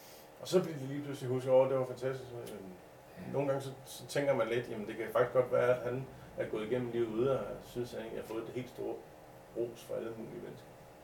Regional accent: Jebjerg, Central Denmark Region, Denmark; born there; Jeg er født i Jebjerg på et alderdomshjem.

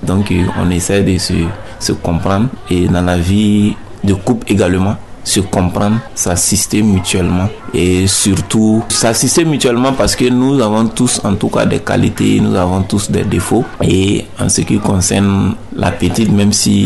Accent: Burkina Faso

